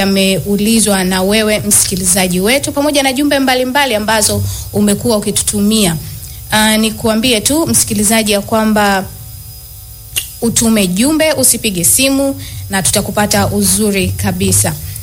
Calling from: Katoro, Geita, Tanzania; natokea Upendo SDA Katoro.

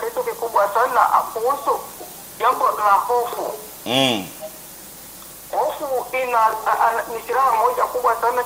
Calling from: Mpanda, Katavi, Tanzania; natokea katika Mpanda Katavi.

